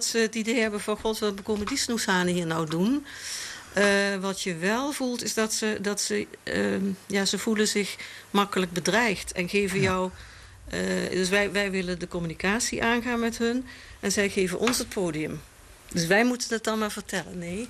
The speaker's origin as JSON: {"language": "Dutch", "country": "Netherlands", "said": "Ik kom uit Nederland."}